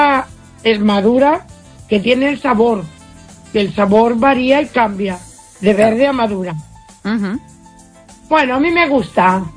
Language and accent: Spanish; A Coruña, Galicia, Spain; also born or lived in Uruguay; Porque en mi país, yo soy uruguaya, aunque me crié en La Coruña, y antiguamente la fruta aquí era madura.